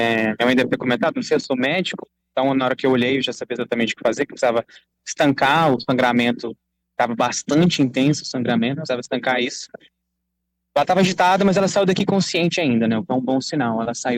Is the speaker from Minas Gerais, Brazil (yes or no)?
yes; Uberlândia, Minas Gerais, Brazil; Eu sou de Uberlândia, Minas Gerais, formado pela Universidade Federal de Uberlândia.